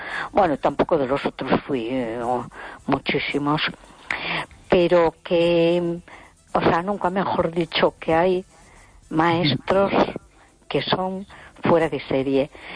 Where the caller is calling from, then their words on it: A Coruña, Galicia, Spain; de Coruña.